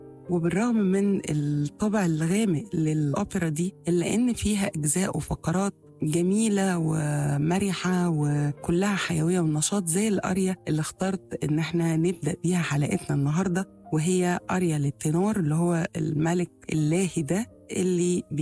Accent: Egypt

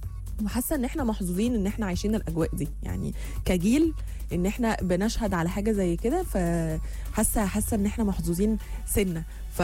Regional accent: Egypt; احنا كمصريين

